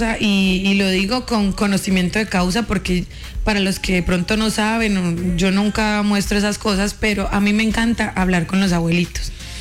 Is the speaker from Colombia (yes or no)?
yes; Colombia; moved away; Eso sí me lo compraría en mi país, obviamente, en Colombia.